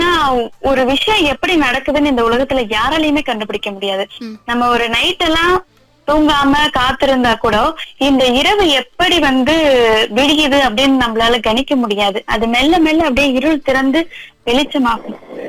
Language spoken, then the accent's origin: Tamil; Tamil Nadu, India; now in Kumbakonam, India; பெரம்பலூர் மாவட்டம் அப்படிங்கறது என்னுடைய சொந்த ஊர். இப்ப நான் வசித்து கொண்டு இருக்கிறது வந்து பாத்தீங்கன்னா கும்பகோணத்துல இருக்கிறேன்.